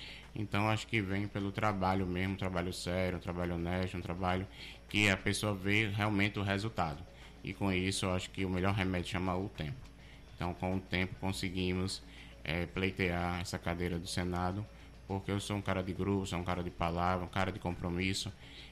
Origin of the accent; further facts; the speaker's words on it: Natal, Rio Grande do Norte, Brazil; nasci, me criei, moro em Natal